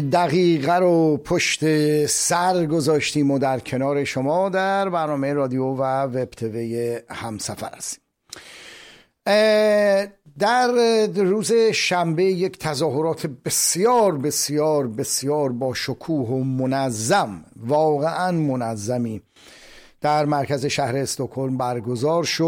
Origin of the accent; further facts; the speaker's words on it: Iran; میگم آدم باور کن لذت میبره بگه من ایرانیم.